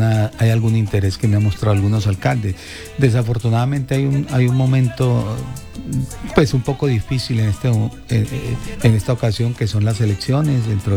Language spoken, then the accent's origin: Spanish; Huila, Colombia; moved away as an adult; also born or lived in Bogotá; now in United States; esa tierra que le vio crecer y que le vio nacer y que en ella he pasado toda mi vida